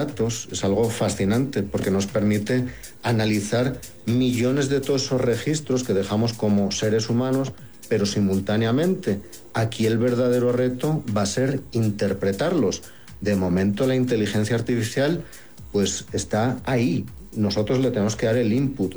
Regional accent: Borja, Aragon, Spain; now in Mexico; en Borja, en mi tierra natal, en España.

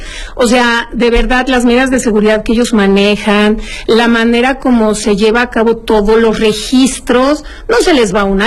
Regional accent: Mexico; a mí como mexicano me llena de orgullo

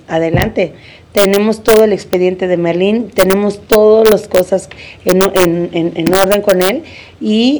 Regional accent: Monterrey, Nuevo León, Mexico; now in Mexico City, Mexico; yo soy de Monterrey. Ajá, y pero vivimos en la Ciudad de México.

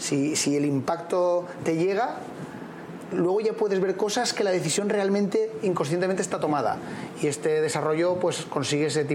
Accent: Spain; somos españoles

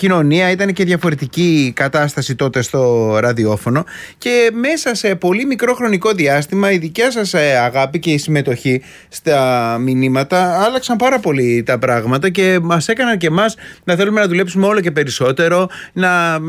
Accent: Attica, Greece; εγώ είμαι και λίγο από τα Μεσόγεια

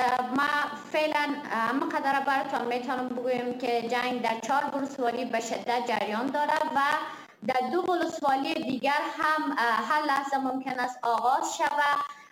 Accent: Afghanistan; now in Turkey

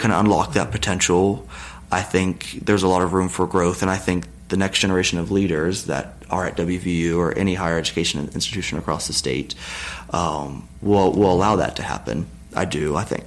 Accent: Carolina, West Virginia, United States; I'm from Carolina, West Virginia

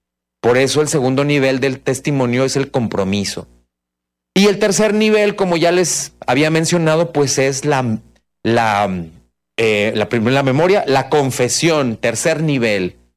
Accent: Mexico; Los colombianos dicen chistes verdes y los mexicanos decimos chistes rojos. Aquí todos somos mexicanos o tenemos raíces mexicanas, ¿no?

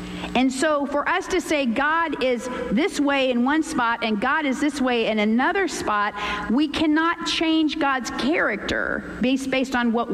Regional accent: Missouri, United States; we're from Missouri

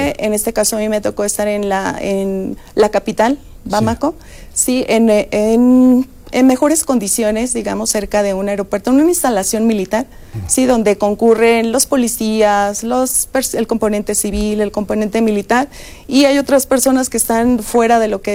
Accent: Irapuato, Guanajuato, Mexico; yo le comento, soy de Irapuato, Guanajuato, no muy lejos, pero mis padres son de una condición humilde.

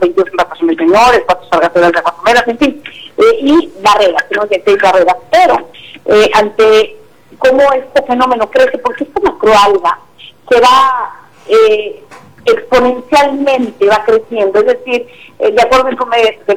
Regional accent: Quintana Roo, Mexico; Soy de Mexicano, desde la capital mundial de las vacaciones.

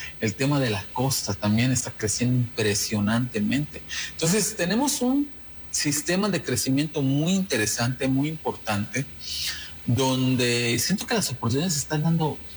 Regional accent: Mérida, Yucatán, Mexico; la misma gente que está aquí en Mérida, que somos originarios de Mérida

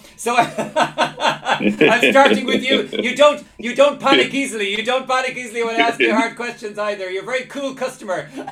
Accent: Ireland; I'm from Ireland

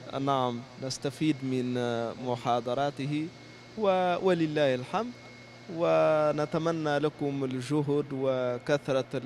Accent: Niger; Arabic is a second language; والله أنا جئت من النيجر، هذا هو شغلي، أدرس القرآن في النيجر وعندي مركز لتحفيظ القرآن الكريم في دولة النيجر.

